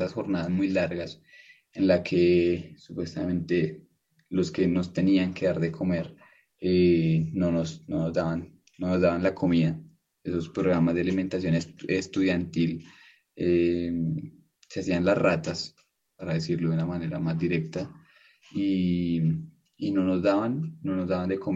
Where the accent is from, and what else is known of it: Bogotá, Bogotá Capital District, Colombia